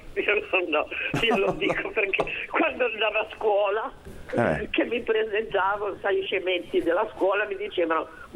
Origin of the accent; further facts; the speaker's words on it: Genoa, Liguria, Italy; ma io sono genovese, santo Dio, me ne vanto di essere genovese